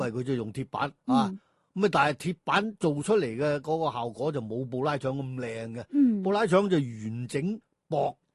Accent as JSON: {"language": "Cantonese", "region": "Guangdong", "country": "China", "said": "其实肠粉咧就系我哋广东人咧比较喜欢食嘅一个早点嚟嘅"}